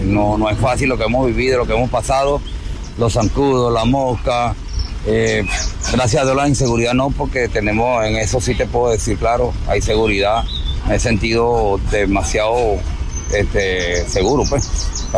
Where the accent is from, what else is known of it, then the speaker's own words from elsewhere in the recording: San Rafael de Onoto, Portuguesa, Venezuela; yo vengo de San Rafael de Onoto, estado Portuguesa, a tratar de rescatar al cuerpo de mi hermano